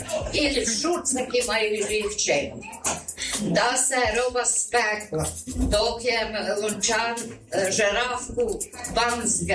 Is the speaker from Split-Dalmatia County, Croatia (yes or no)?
no; Jerovec, Varaždin County, Croatia; accent: Jerovec dialect; now in Ivanec, Croatia; na svojem izvornom jerovskom govoru. Jer ja sam rođena u Jerovcu, ali već 60 godina živim u Ivancu.